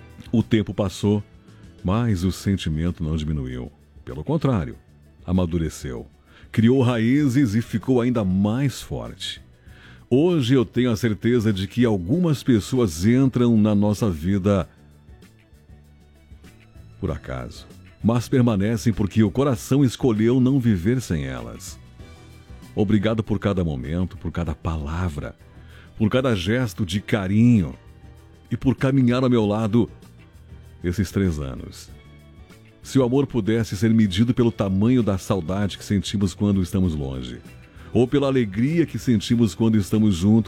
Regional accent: Iraí, Rio Grande do Sul, Brazil; Iraí, que é o pulmão verde do Rio Grande do Sul. Cidade onde eu nasci, passei a minha infância, uma boa parte da adolescência.

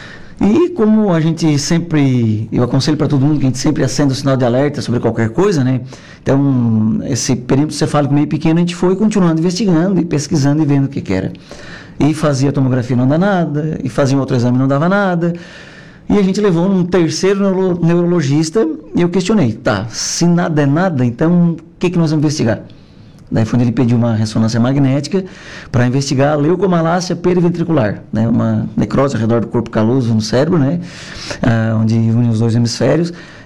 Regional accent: Araranguá, Santa Catarina, Brazil; eu sou aqui de Araranguá mesmo, né?

